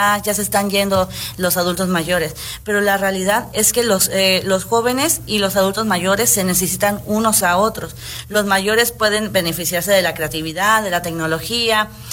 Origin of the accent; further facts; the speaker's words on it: Mexico; que es una realidad que no nos estamos dando cuenta y que hay que cubrir nosotros como mexicanos para evitar esto.